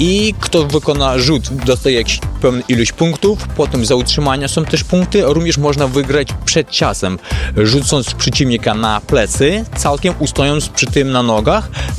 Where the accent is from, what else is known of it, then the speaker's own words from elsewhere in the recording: Ukraine; Polish is a second language; now in Kraków, Poland; Jesteśmy z Ukrainy.